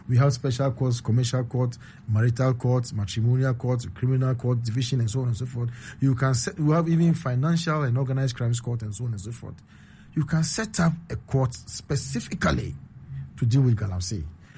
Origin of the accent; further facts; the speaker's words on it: Nima, Greater Accra, Ghana; As a little boy growing up in Nima, I remember we had what we call the PDCs, People Defense Committees.